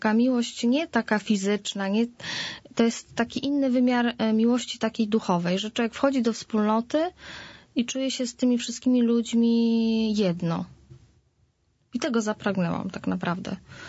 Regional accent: Wesoła, Masovian Voivodeship, Poland; Bo tak między 14 a 16 rokiem życia byłam trochę we wspólnocie. U nas we Wesołej powstała wspólnota Odnowy w Duchu Święty, prowadzona przez księdza Nowosielskiego.

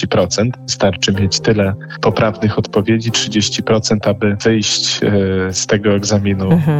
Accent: Warsaw, Masovian Voivodeship, Poland; born there; Tak, oczywiście chodziłem do kościoła parafialnego Świętej Rodziny na Zaciszu.

